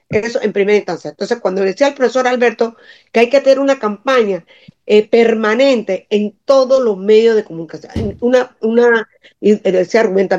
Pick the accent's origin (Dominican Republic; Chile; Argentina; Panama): Panama; nosotros mismos como panameños